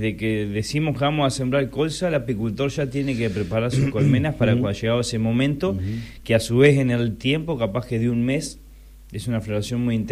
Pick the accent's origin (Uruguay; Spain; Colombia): Uruguay; somos uruguayos.